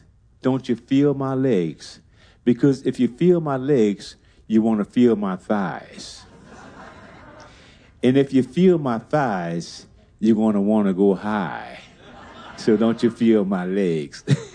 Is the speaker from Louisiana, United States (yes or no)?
yes; New Orleans, Louisiana, United States; Vic and I, we're from New Orleans